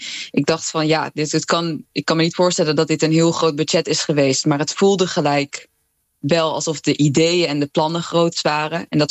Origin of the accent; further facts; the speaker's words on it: Netherlands; Dat water, het spreekt natuurlijk zo erg aan op iets wat je, denk ik, als Nederlander ergens in je onderbuik wel heel erg voelt.